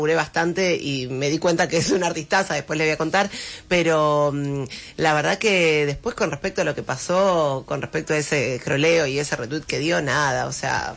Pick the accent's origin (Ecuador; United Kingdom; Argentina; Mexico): Argentina